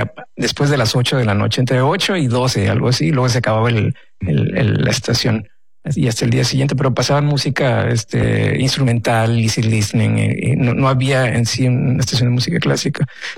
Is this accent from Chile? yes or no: no; Monterrey, Nuevo León, Mexico; estamos en Monterrey, crecimos en Monterrey. Monterrey no era tierra fértil y tenemos una gran ciudad hoy en día. Estamos en medio del desierto prácticamente.